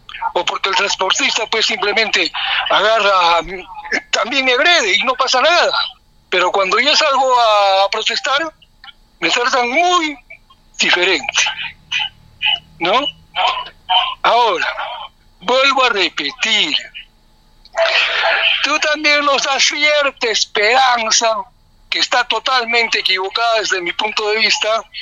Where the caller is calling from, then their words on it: Arequipa, Peru; pues yo también soy arequipeño